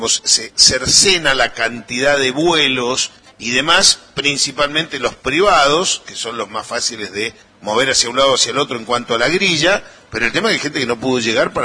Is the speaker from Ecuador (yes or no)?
no; Argentina; no somos los argentinos los que tenemos que decir que ustedes no andan hablando.